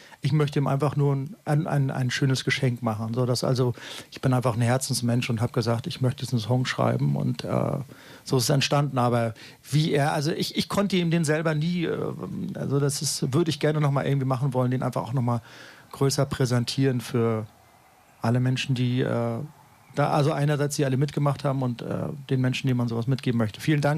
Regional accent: Wismar, Mecklenburg-Vorpommern, Germany; moved away as an adult; now in Lübeck, Germany; ich komme ursprünglich aus Wismar an der Ostsee und das ist ja auch so eine Hansestadt. Und ich kam hierher

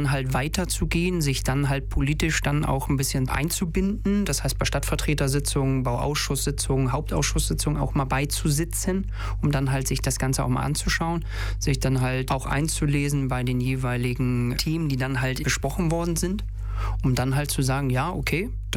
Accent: Tönning, Schleswig-Holstein, Germany; ich bin in Tönning aufgewachsen, habe die Grundschule am Ostertor besucht, bin dann in die Realschule Tönning gegangen

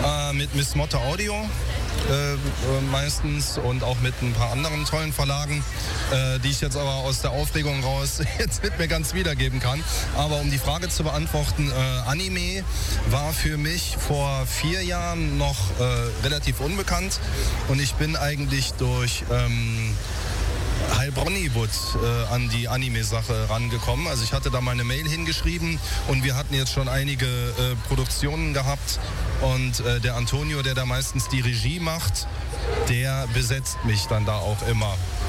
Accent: Trier, Rhineland-Palatinate, Germany; weil ich komme eigentlich aus einer sehr ländlichen Gegend, aus meiner Heimatstadt Trier und dann verbunden aus meinem Heimatdorf.

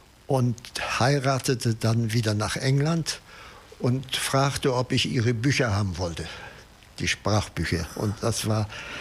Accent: West Pomeranian Voivodeship, Poland; Wir stammen aus Pommern und ich habe nur Bauern bei meinen Vorfahren.

